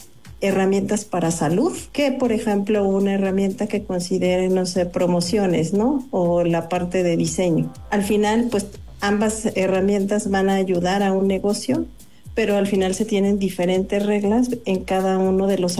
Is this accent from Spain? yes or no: no; Mexico